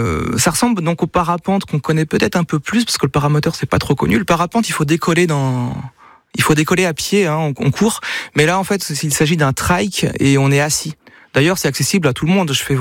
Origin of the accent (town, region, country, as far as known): Pays de la Loire, France; born or raised there